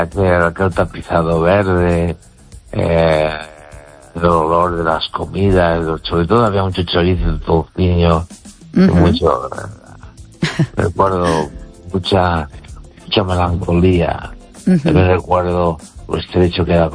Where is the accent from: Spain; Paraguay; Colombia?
Spain; Galicia; Y mi pueblo está a unos 9 kilómetros o 8 de los Peares. Están en la altura de la montaña. Entonces bajábamos en los Peares.